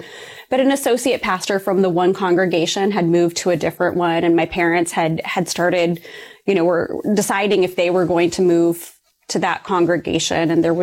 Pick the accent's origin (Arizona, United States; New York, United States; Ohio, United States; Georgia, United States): Ohio, United States; So I grew up in a very rural part of Ohio, and my family, we were churchgoers.